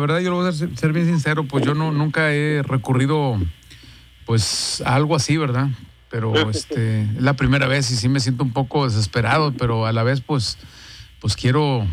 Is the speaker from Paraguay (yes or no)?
no; Linares, Nuevo León, Mexico; now in Guadalupe, Mexico; No, yo estoy aquí en Guadalupe. Nosotros somos de Linares